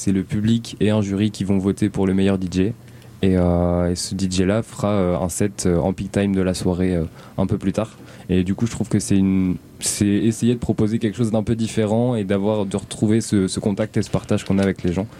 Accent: Pays de la Loire, France; je viens de Vendée à côté

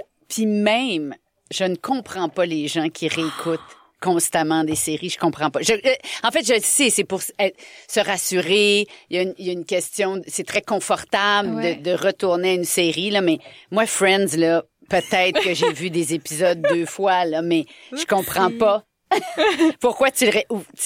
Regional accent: Montreal, Quebec, Canada; On est des Montréalaises, nous.

